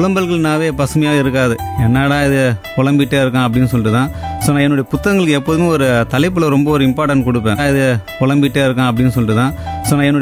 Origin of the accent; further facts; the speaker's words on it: Chennai, Tamil Nadu, India; first language Tamil; also born or lived in Thanjavur; என்னுடைய சொந்த ஊர் அப்படின்னு பார்த்தீங்கன்னா தரணி போற்றும் தஞ்சாவூர். நான் பிறந்தது எல்லாமே சென்னையில் தான், படித்ததும் சென்னையில் தான்.